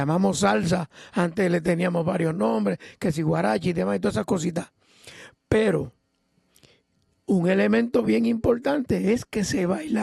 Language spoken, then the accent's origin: Spanish; Puerto Rico